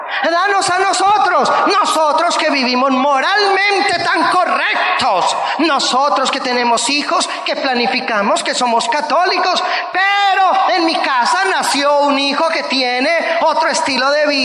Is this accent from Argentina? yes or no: no; Colombia; cuando yo muestro mi pasaporte, como soy colombiano